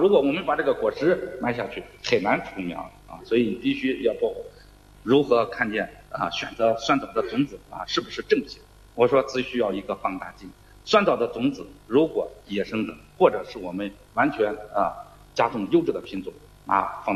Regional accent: Shaanxi, China; 我们陕西人

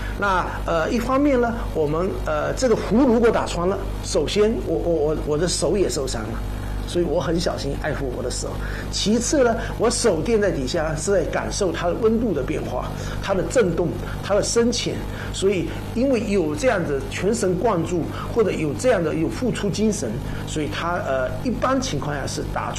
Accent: Fuzhou, Fujian, China; 我们福州话叫做骑马钉

